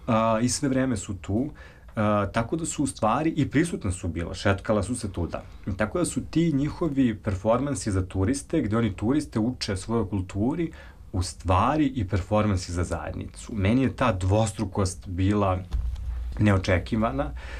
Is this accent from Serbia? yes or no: yes; Serbia; Odakle ste, ja kad sam rekao Srbija, on je zastao